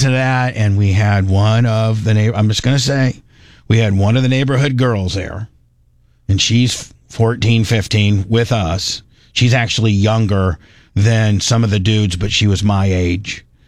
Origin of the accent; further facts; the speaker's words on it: Midwest, United States; I was just a regular kid growing up in the Midwest